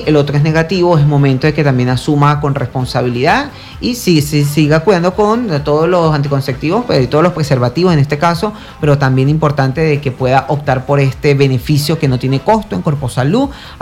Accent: Venezuela; como venezolanos nos apoyemos y nos queramos un poco.

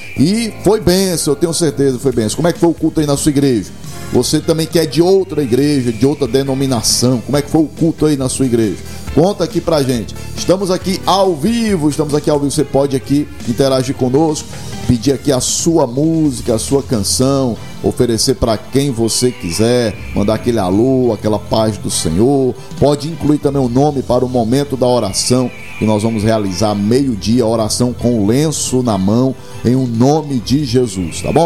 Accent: Brazil; porque somos aqui do Brasil, né

